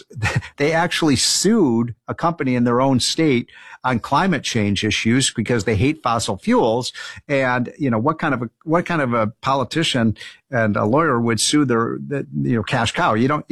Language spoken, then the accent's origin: English; Illinois, United States; my home state of Illinois